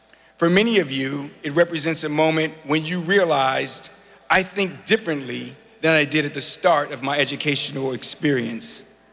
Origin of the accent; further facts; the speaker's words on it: Illinois, United States; moved away; my home state, Illinois, and in particular, Sangamon County, Illinois